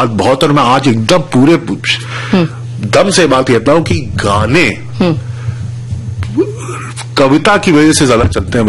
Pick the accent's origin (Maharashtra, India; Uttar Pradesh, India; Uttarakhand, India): Uttarakhand, India; वैसे तो मैं हूँ उत्तराखंड का, हम लोग पहाड़ के रहने वाले, तो तब तो उत्तराखंड तो 2000 में बना, उसके पहले तो यूपी का ही पार्ट था सब।